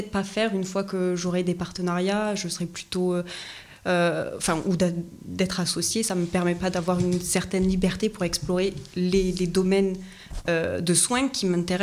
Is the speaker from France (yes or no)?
yes; Occitanie, France; dire que je suis même gersoise pure souche.